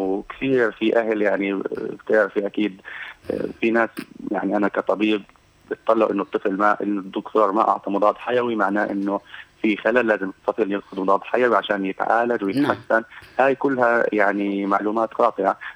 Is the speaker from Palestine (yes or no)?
yes; Palestine; إحنا الحمد لله عندنا في فلسطين